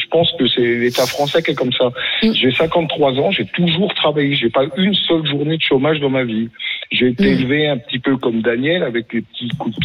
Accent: France; et pourtant je suis un Français moyen parce qu'on a du salaire.

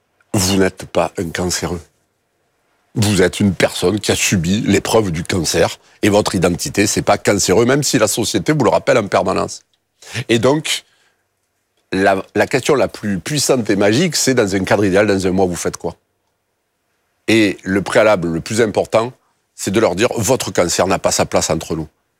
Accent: Marseille, Provence-Alpes-Côte d'Azur, France; mon accent, c'est un peu l'ail. Mais en fait, c'est d'où je viens, c'est mon histoire, en fait.

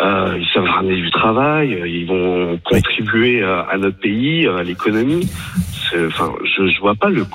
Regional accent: Saint-Nazaire, Pays de la Loire, France; Alors, moi je suis de Saint-Nazaire, donc le Val d'Oise, je ne connais pas beaucoup.

